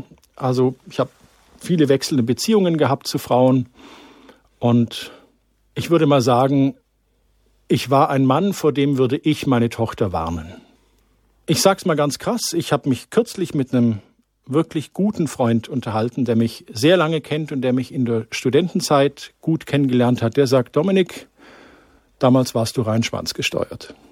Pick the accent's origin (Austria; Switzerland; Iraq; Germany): Germany; Waiblingen, Baden-Württemberg; moved away as an adult; also born or lived in Munich; Also ich bin katholisch sozialisiert aufgewachsen, wie man so schön sagt. Ich komme aus Waiblingen bei Stuttgart, aus dem schönen Remstal, wo leckerer Trollinger herkommt. Und meine Familie ist jeden Sonntag in die Kirche gegangen.